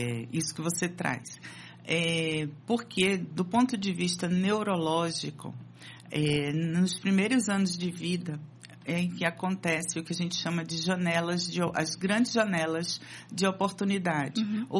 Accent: Pernambuco, Brazil; moved away as an adult; also born or lived in Rio de Janeiro / São Paulo; eu sou pernambucana, morei muitos anos no Rio de Janeiro, já adulta, e assim, morei por mais de 17 anos no Rio, e eu percebo que ainda trago alguns traços do falar carioca.

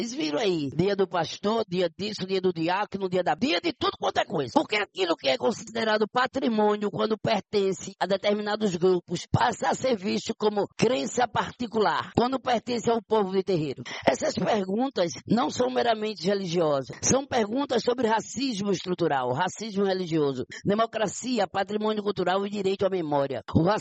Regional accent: Recife, Pernambuco, Brazil; desse povo que somos nós aqui de Recife e desta cidade

